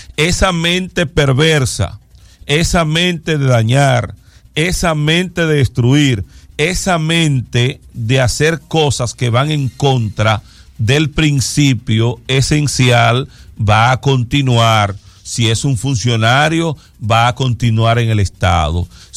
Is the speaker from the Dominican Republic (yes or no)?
yes; Dominican Republic